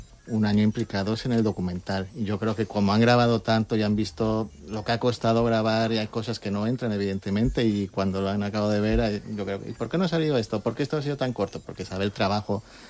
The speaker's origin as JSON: {"language": "Spanish", "town": "Palma", "region": "Balearic Islands", "country": "Spain", "said": "Yo soy de Palma también y trabajo en Kindrop."}